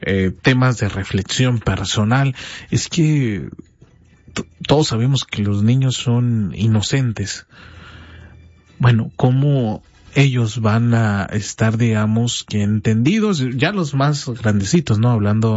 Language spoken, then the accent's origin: Spanish; Mexico; Somos mexicanos